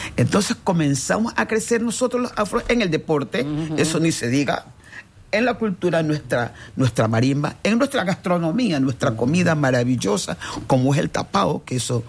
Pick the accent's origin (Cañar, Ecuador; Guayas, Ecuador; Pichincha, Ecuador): Guayas, Ecuador; Guayaquil; born there; la ciudad de Guayaquil, donde yo nací